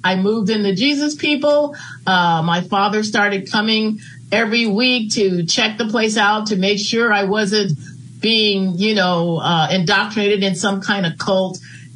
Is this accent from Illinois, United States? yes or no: yes; Maple Park, Illinois, United States; This is the girlfriend I had growing up in Maple Park.